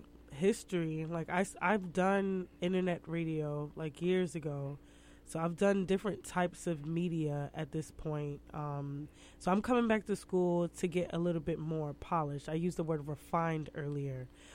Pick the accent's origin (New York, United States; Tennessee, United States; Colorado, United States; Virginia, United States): New York, United States; New York City; born there; I was born here. I was born in Brooklyn.